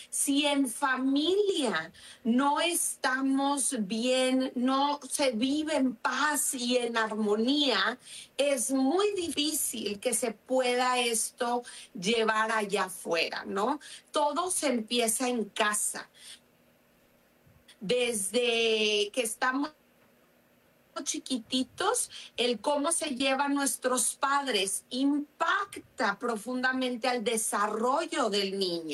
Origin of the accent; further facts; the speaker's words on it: Monterrey, Nuevo León, Mexico; moved away as an adult; also born or lived in Spain; now in United States; Desde que nos casamos, nos fuimos de Monterrey primero a España, un par de años, y luego aquí a Estados Unidos.